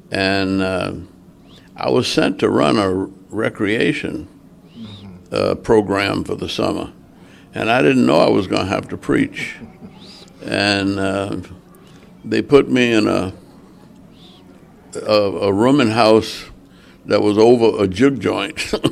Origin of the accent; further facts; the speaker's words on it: Louisiana, United States; Because I grew up on Dillard's campus. My mother and father went to Dillard.